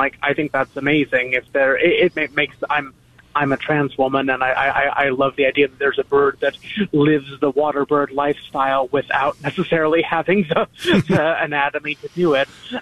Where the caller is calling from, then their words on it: Ashland, Wisconsin, United States; I moved up to Ashland about 6 years ago